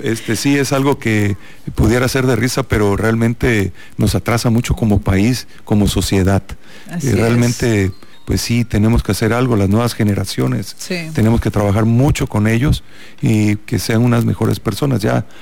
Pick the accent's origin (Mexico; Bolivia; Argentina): Mexico; nosotros como mexicanos